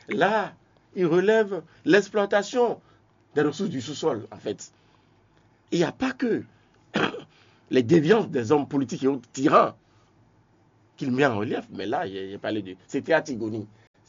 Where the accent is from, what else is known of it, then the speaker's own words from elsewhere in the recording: Benin; la révolution s'est apprise par là, chez nous au Bénin.